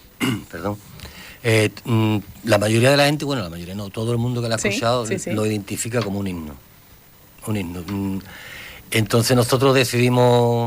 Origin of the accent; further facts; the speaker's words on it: Morón de la Frontera, Andalusia, Spain; ¿de dónde soy? De Morón de la Frontera. No de Sevilla. ¿Pero esto por dónde está? Sevilla, sí, pero que nosotros somos de Morón.